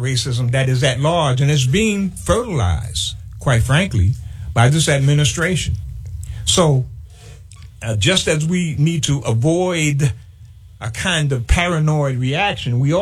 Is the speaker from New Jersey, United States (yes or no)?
yes; New Jersey, United States; born there; also born or lived in Harlem, New York; growing up in New Jersey